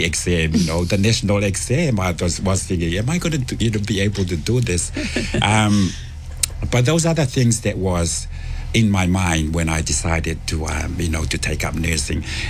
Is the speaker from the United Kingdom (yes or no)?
no; Ha'apai, Tonga; moved away as an adult; now in New Zealand; So I grew up in Hapai, kalo. I went to Pangahihi for primary school back in 1979.